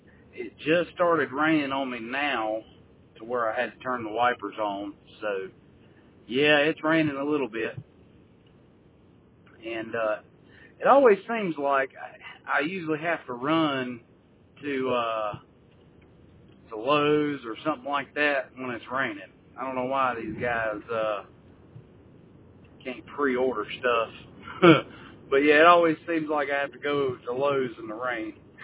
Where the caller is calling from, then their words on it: Mount Holly, United States; I'm currently mobile here in Mount Holly.